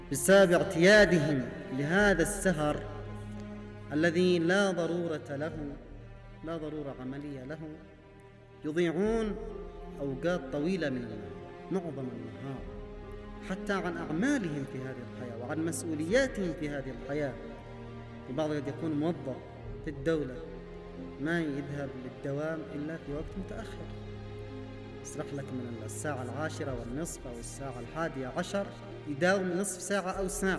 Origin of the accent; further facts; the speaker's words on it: Yemen; عندنا في اليمن